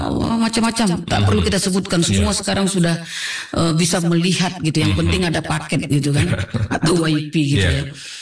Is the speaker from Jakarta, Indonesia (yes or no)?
no; Tanjung Balai, North Sumatra, Indonesia; Yang Tanjung Balai ini daerah saya nih.